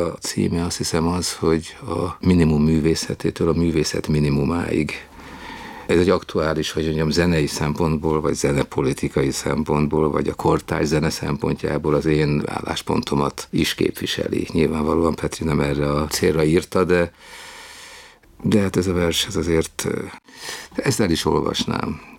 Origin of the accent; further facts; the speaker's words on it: Budapest, Hungary; Ugye Szőcs Géza Kolozsváron, én Budapesten nőttünk föl